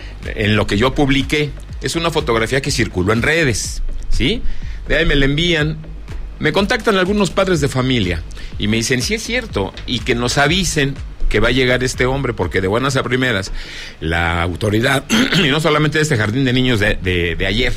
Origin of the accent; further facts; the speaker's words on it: Zacatecas, Mexico; en mi tierra Zacatecas